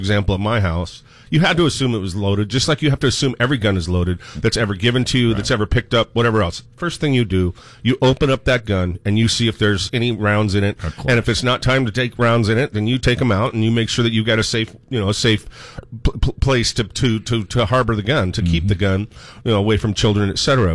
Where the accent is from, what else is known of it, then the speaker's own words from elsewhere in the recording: Oregon, United States; I grew up in Eastern Oregon. I grew up on a ranch.